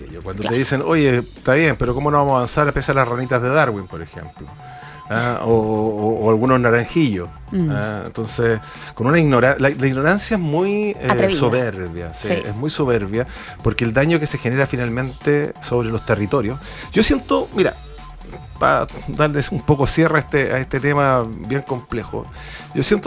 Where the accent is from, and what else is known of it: Chile